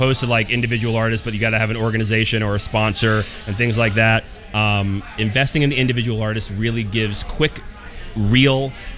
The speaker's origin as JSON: {"language": "English", "region": "Florida", "country": "United States", "said": "because I'm from South Florida, all the way down to the bottom."}